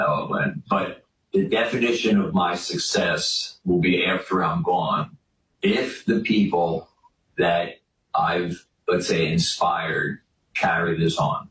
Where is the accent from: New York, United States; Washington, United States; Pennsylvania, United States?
Pennsylvania, United States; Philadelphia; I'm from the Philadelphia area.